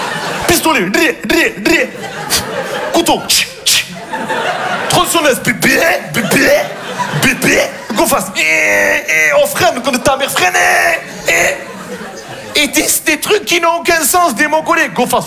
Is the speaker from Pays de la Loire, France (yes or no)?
no; Marseille, Provence-Alpes-Côte d'Azur, France; Et évidemment, il n'est pas attaché, parce que chez nous, à Marseille, la ceinture, ça ne sert à rien.